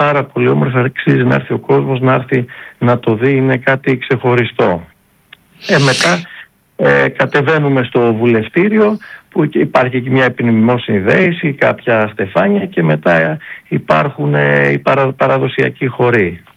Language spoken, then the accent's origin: Greek; Epirus, Greece; Είμαστε περήφανοι που είμαστε από εδώ, είμαστε περήφανοι που το Σούλι είναι στο Δήμο μας.